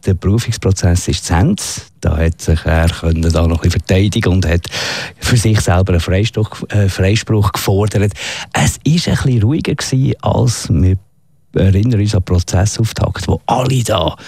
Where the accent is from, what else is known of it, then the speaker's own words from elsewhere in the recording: Switzerland; als Schweizer